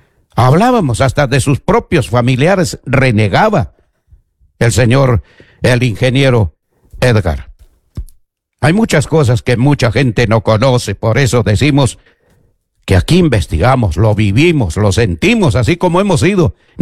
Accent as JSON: {"language": "Spanish", "region": "Junín", "country": "Peru", "said": "Sí, somos de Junín."}